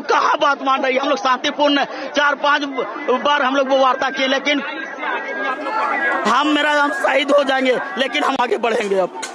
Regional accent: Hazaribagh, Jharkhand, India; हम हजारीबाग से हैं।

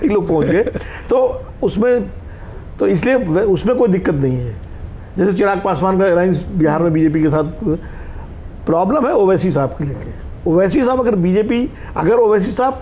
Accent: Uttar Pradesh, India; born there; आप रहते हैं, हम उसी राज्य में पैदा हुए हैं। देखिए उत्तर प्रदेश की स्थिति बड़ी विचित्र है

